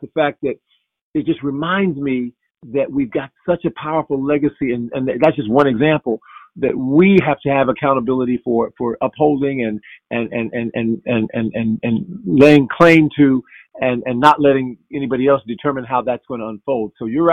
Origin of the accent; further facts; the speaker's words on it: Cleveland, Ohio, United States; I grew up in Cleveland, Ohio, and I was a member of the Antioch Baptist Church. That's where my family was.